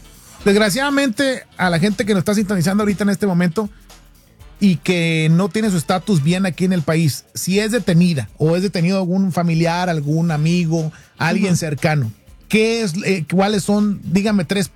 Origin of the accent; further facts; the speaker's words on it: Mexico; now in California, United States; nosotros como hispanos, y te lo digo abogada como mexicano